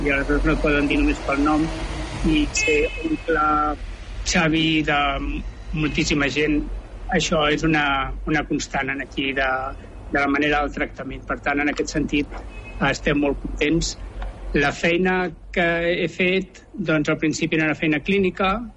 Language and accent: Catalan; Sant Cugat del Vallès, Catalonia, Spain; born there; moved away; also born or lived in Barcelona; jo vaig néixer a Barcelona, vaig viure els meus primers 10 anys a Montornès del Vallès, i després vaig canviar de Vallès i he estat i crescut a Sant Cugat del Vallès.